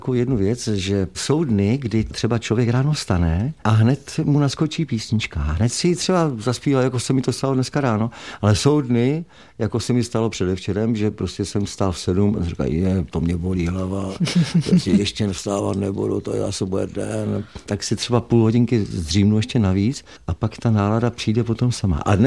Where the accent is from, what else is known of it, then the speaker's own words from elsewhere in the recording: Moravia, Czechia; now in Prague, Czech Republic; Já už od začátku, co jsem přišel do Prahy, tak jsem říkal, že jsou Moravák žijící přechodně v Praze.